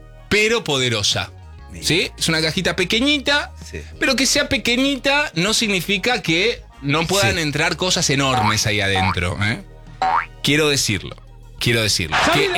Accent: San Martín, Argentina; born there; Y bueno, viste, soy nacido en San Martín.

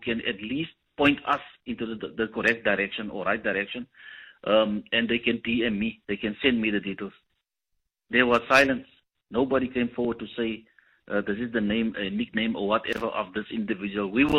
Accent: Kleinvlei, Western Cape, South Africa; because gangsterism is coming on since I grew up in Kleinvlei.

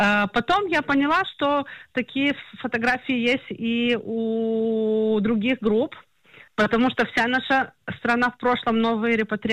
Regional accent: Ukraine; now in Israel; Я сама репатрировалась с Украины

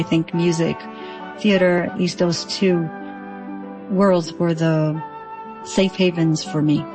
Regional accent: Brazil; born or raised there; English is a second language

